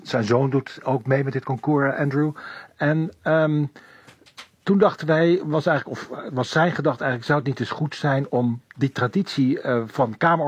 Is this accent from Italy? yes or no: yes; Italy; Dutch is a second language; toen ik dat was op dat festival 2 jaar geleden bij ons in Italië besprak